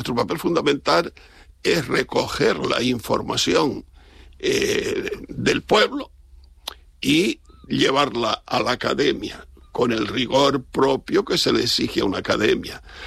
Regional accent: Villa de Mazo, Canary Islands, Spain; Sí, yo soy de Mazo y además los palmeros somos muy chauvinistas. Encima los mazucos también lo somos, los macenses, como se suele llamar.

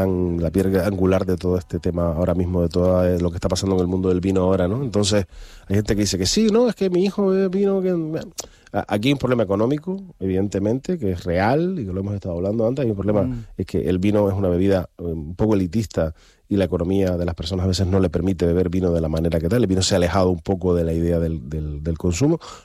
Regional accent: Canary Islands, Spain; para mí lógicamente como canario

